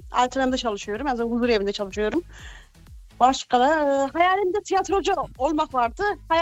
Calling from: Germany; Almanya'dan katılıyorum …'den. 44 yaşındayım.

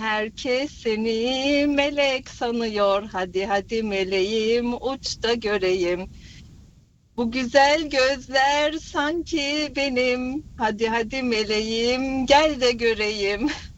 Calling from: Mannheim, Baden-Württemberg, Germany; Ben Mannheim'den arıyorum.

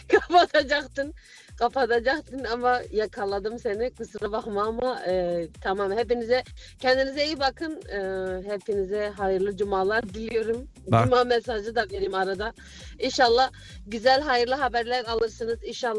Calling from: Frankfurt, Hesse, Germany; ben Frankfurt'tan.

